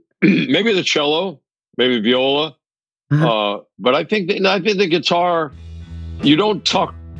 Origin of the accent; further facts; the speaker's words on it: Mexico City, Mexico; now in United States; growing up, I grew up in Mexico City.